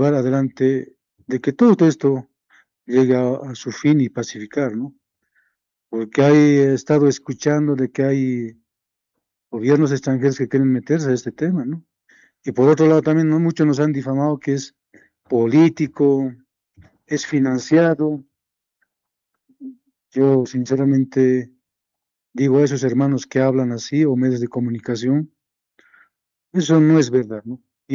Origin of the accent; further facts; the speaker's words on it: Bolivia; pero como recalco, como bolivianos también, tenemos que dar la solución a este tema en este momento.